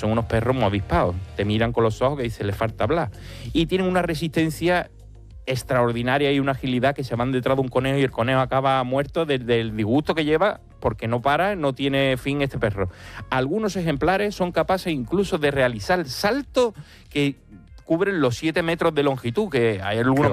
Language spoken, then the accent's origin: Spanish; Cádiz, Andalusia, Spain; como yo soy gaditano, suena igual.